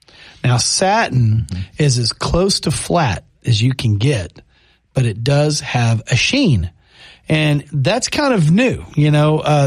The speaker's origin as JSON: {"language": "English", "town": "Amarillo", "region": "Texas", "country": "United States", "tie": "born there", "said": "I mean, it was a long time ago, but that is where I was born. So the high plains of Amarillo."}